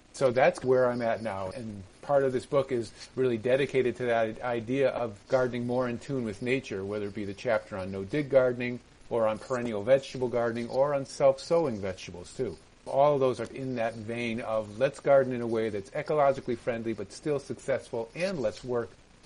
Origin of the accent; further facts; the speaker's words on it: Connecticut, United States; So as you said, I grew up in Connecticut with my Italian grandparents' farm in our backyard.